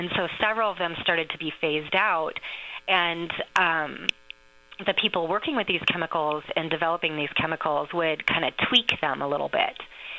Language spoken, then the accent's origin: English; La Crosse, Wisconsin, United States; moved away; I grew up in La Crosse and moved back when I accepted the position at UW La Crosse, and we moved to French Island.